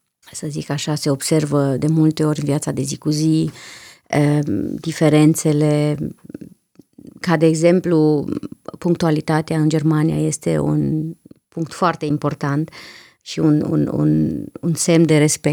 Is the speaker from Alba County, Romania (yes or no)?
yes; Alba County, Romania; moved away